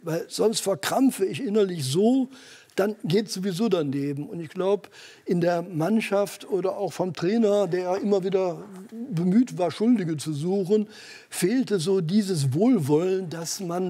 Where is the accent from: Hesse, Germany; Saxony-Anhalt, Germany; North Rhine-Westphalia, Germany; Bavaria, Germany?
North Rhine-Westphalia, Germany; Mönchengladbach; born there; now in Cologne, Germany; Ich bin gebürtiger Mönchengladbach und hatte das Glück.